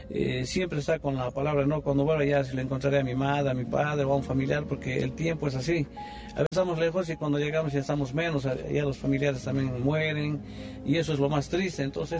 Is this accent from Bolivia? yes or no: yes; Tarabujillo, Chuquisaca, Bolivia; moved away as an adult; also born or lived in Sucre; now in Tarija, Bolivia; Yo desde niño, bueno, que tengo uso de eso, yo he vivido en Tarabujillo, un pueblito hermoso, ¿no? Que está por el lado de Sopachuy, Alcalá, Padilla y Amparay.